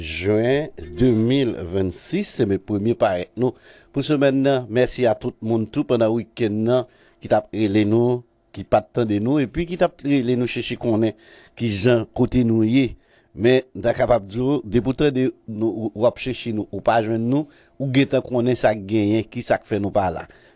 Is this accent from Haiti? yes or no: yes; Haiti; mais en tant qu'haïtien, m'a dit dans tête moi t'es doit faire au moins match nul ou bien t'es de battre équipe Écosse là.